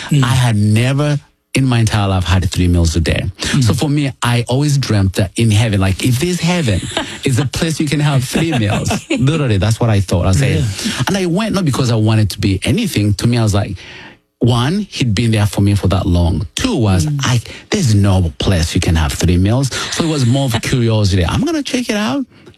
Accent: Uganda; born or raised there

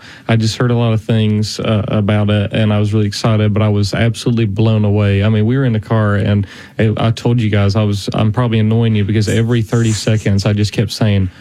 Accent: Florida, United States; moved away; where I grew up, I was in the tri-state area, Florida, Alabama, and Georgia. And we called where I live. I lived a mile from the Alabama line. We called it LA as well. So Lower Alabama.

